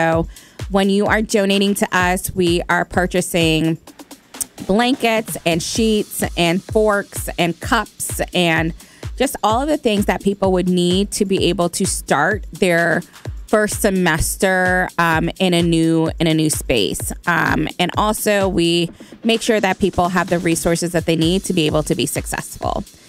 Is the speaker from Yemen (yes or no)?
no; Malawi; now in Champaign-Urbana, United States; I'm originally from Malawi, from Southeast Africa.